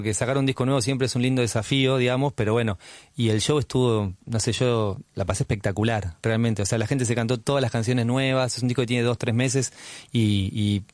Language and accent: Spanish; Buenos Aires, Argentina; Fue mi primera vez que me fui de Buenos Aires a vivir a otro lado, digamos. Yo soy porteño.